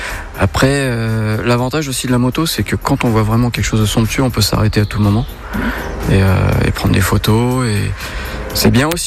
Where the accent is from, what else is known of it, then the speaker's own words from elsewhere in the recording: La Rochelle, Nouvelle-Aquitaine, France; Moi je suis de La Rochelle.